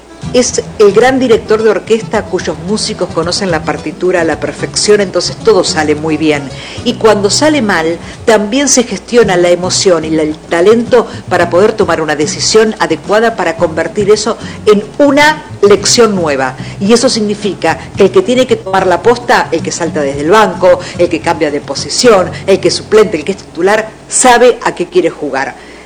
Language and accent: Spanish; Argentina; Argentina hizo que millones de personas en mi país terminen con agradecimiento, pero con lágrimas, porque faltó un pasito más.